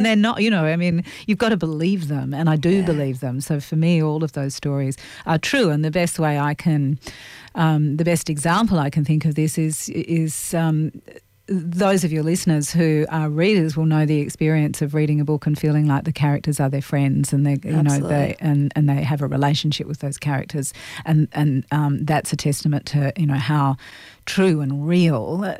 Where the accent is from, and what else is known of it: Western Australia, Australia